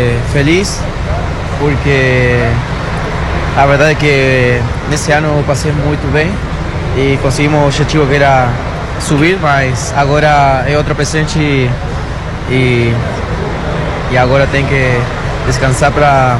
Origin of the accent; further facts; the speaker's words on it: Uruguay; Nós somos uruguaios, mas tem um jogo a mais e vamos brigar até o final.